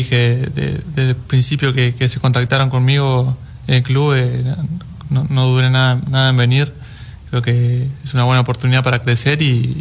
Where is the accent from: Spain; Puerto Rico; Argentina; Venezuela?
Argentina; Bahía Blanca, Buenos Aires Province; also born or lived in Oaxaca, Mexico; Bueno, yo soy un chico de Bahía Blanca, nací aquí en Oaxaca, toda mi vida la hice allá en Argentina.